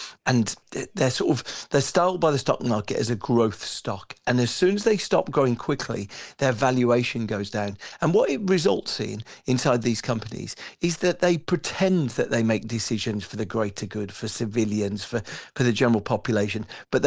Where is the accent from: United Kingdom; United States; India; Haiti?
United Kingdom; as a British person in an American company